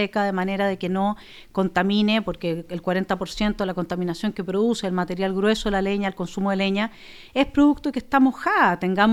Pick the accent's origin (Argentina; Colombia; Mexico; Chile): Chile; Araucanía; yo soy de la Araucanía, por lo tanto, para mí es mi casa. Es donde yo crecí, es donde tuve a mis hijos, donde me casé, donde viven mis hermanos